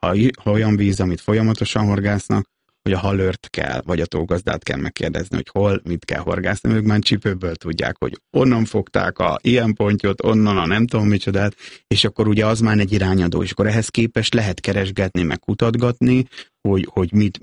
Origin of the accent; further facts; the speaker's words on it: Nyíregyháza, Szabolcs-Szatmár-Bereg, Hungary; ott ugye nyíregyháziként Tiszalökre sokat jártunk ki